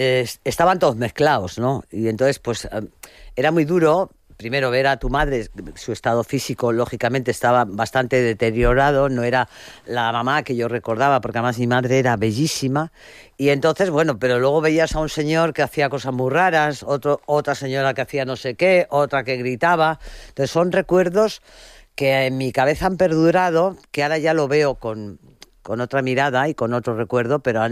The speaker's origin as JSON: {"language": "Spanish", "town": "Madrid", "region": "Community of Madrid", "country": "Spain", "tie": "born or raised there", "said": "Madrid es la ciudad donde yo crecí. Luego ya me fui cuando decidí"}